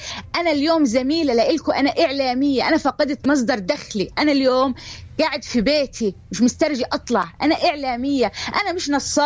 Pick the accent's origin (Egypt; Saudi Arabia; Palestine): Palestine; Hebron, West Bank; وأنا اليوم بنت الخليل وبناشد كل إنسان حر يوقف معاي ويشوف ملفي ويحاول يساعدني بقدر المستطاع